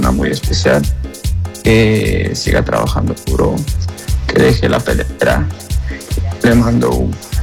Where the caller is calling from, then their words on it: London, United Kingdom; quiero mandar un saludo acá en Londres.